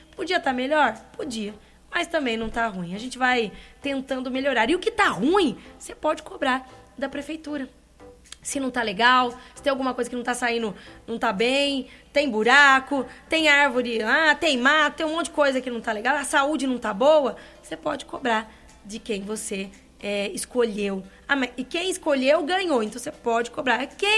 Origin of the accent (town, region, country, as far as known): Limeira, São Paulo, Brazil; born or raised there